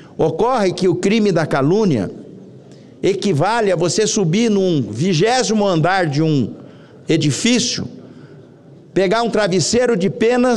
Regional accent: Mato Grosso do Sul, Brazil; no humilde senador que sou, do Pantanal, do Mato Grosso do Sul

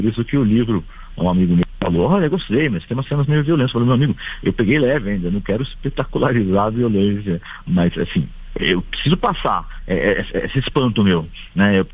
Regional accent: Lorena, São Paulo, Brazil; eu sou de Lorena, na perto de Aparecida, aqui em São Paulo mesmo, né? Pertinho de Paraty, uma hora e meia de Paraty.

